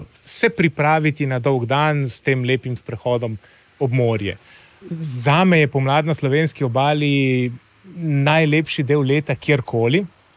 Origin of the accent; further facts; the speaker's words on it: Lucija, Coastal–Karst, Slovenia; moved away; Odraščal sem v Luciji.